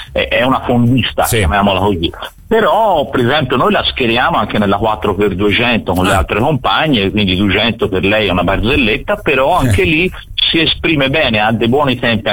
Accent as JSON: {"language": "Italian", "town": "Florence", "region": "Tuscany", "country": "Italy", "said": "Anch'io sono fiorentino da una vita"}